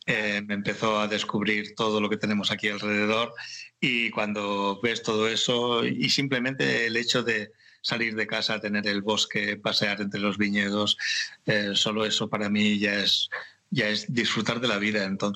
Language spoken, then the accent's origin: Spanish; Lleida, Catalonia, Spain; now in Penedès, Spain; como soy de Lleida